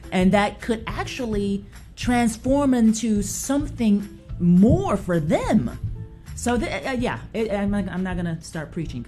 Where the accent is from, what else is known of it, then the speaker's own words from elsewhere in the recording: Memphis, Tennessee, United States; being there in my hometown